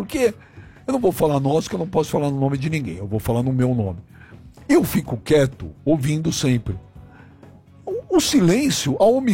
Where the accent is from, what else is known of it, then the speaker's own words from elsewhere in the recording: Brazil; born there; Gente, eu nasci no Brasil